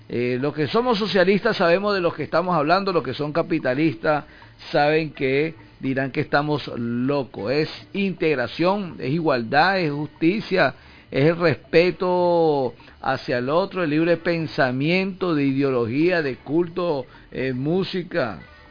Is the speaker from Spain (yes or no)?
no; Venezuela